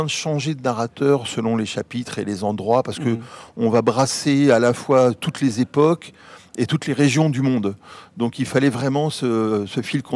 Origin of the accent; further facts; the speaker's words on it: Martinique, France; also born or lived in Rouen; je suis né à Rouen, donc les Normands, de toute façon, sont des grands navigateurs, voilà. Des voyageurs, et j'ai grandi à la Martinique